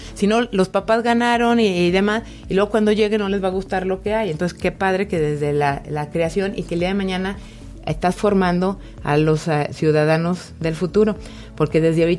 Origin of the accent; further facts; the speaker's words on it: León, Guanajuato, Mexico; en León tenemos grandes raíces de identidad, pero también fuertes alas para volar que nos da la historia